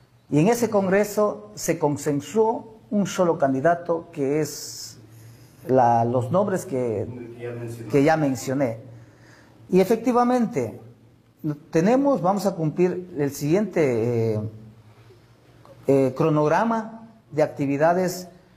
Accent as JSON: {"language": "Spanish", "town": "Sevilla Don Bosco", "region": "Morona Santiago", "country": "Ecuador", "said": "Y como sevillanos ya tenemos ya los candidatos oficiales"}